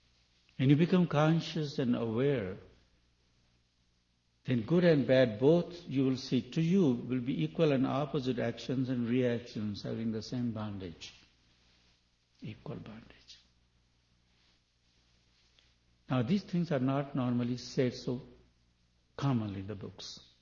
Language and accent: English; India; I'm from India or Sanskrit knowing person a little bit